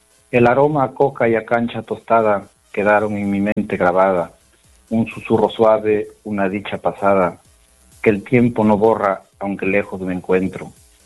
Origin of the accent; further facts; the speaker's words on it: Usquil, La Libertad, Peru; now in Trujillo, Peru; Yo soy del distrito de Usquil, nací en Usquil, la provincia de Otuzco, departamento de la Libertad. Estudié también mi primaria y mi secundaria en el Colegio Teófilo Benítez Gil. Y terminando, pues, me vine a la ciudad de Trujillo, donde radico actualmente.